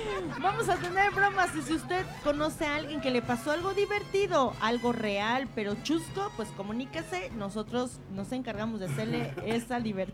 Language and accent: Spanish; Mexico